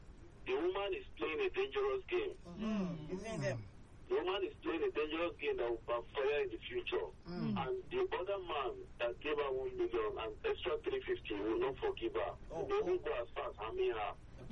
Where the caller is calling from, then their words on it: Lagos, Nigeria; Ebutemeta.